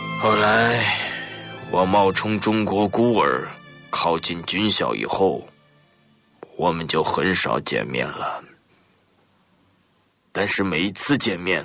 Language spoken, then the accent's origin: Chinese; Japan; Chinese is a second language; moved away; also born or lived in China; 临走前，我们把所有带日本字的东西都留下了，连做衣服的布料都从中国买来，生怕被别人发现我们是日本人。